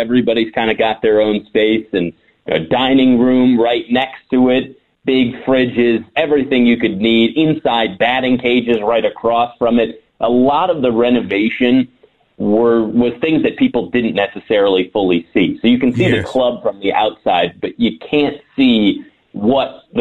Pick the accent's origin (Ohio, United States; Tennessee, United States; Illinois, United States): Illinois, United States; Chicago; also born or lived in Syracuse; now in Asheville, United States; I'm a Cubs fan. I was raised on the North Side.